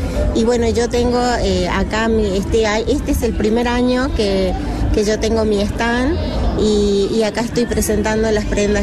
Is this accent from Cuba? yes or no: no; Argentina; yo como argentina, ya somos campeones